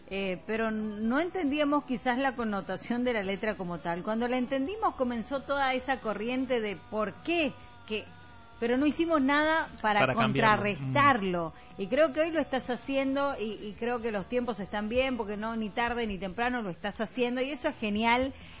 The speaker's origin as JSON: {"language": "Spanish", "country": "Bolivia", "said": "esa diversidad es lo que nos hace fuerte a los bolivianos."}